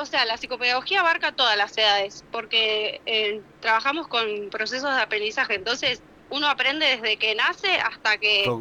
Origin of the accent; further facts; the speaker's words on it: Argentina; como argentinos nos convoca a todos